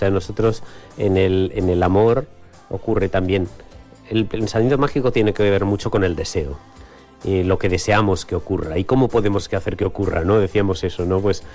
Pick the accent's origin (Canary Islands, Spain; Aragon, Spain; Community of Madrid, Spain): Aragon, Spain; Huesca; Cuando yo salía aquí en mi adolescencia en Huesca, bueno, eso a finales de los 80, pues yo tendría 18, 20 años.